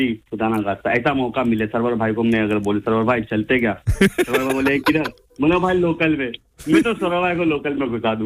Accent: Mumbai, Maharashtra, India; born there; मैं मुंबई में पैदा हुआ हूँ, मेरे घर वाले पैदा हुए, मेरे दादा उधर ही पैदा हुआ

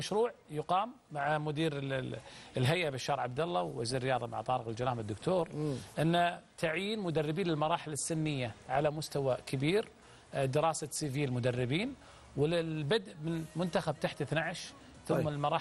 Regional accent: Kuwait; احنا ككويتيين

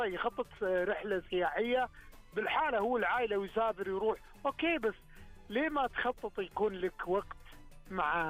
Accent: Taif, Makkah Province, Saudi Arabia; now in Riyadh, Saudi Arabia; الطايف ديرتي ومسقط راسي.

